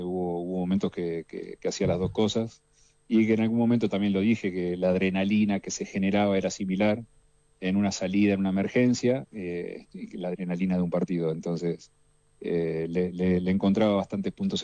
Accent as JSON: {"language": "Spanish", "town": "Tandil", "region": "Buenos Aires Province", "country": "Argentina", "said": "Porque hay muchas ciudades, por ejemplo, a ver, yo soy de Tandil."}